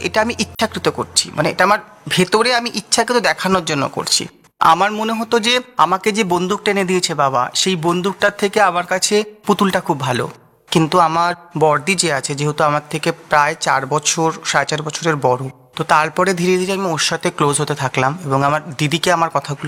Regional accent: Kolkata, West Bengal, India; born there; আমি নিজে একজন ট্রান্সজেন্ডার, ট্রান্স ওম্যান। আমার জন্ম হয়েছিল ১৯৮৮ সালে ১৭ সেপ্টেম্বর কলকাতাতে।

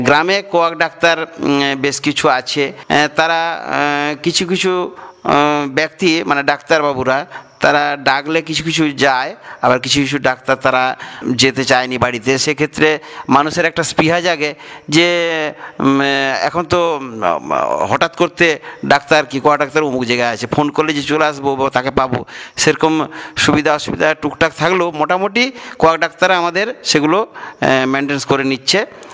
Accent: West Bengal, India; এখানে আমাদের কালুয়া আমরা যে গ্রামটা আমরা অতি সাধারণ বাসী আমরা আছি, বসবাস করে বেশিরভাগ সাধারণ মানুষ, এখানে 3টি পাড়া নিয়ে আমাদের মোটামুটি গ্রাম অবস্থিত, এর মধ্যে প্রায় 231টি প্রায় পরিবার আছে

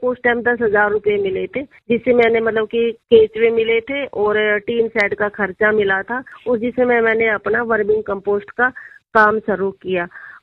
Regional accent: Dhani Chitar, Haryana, India; Gurugram district, मेरे गांव का नाम ढाणी चितर से है ना

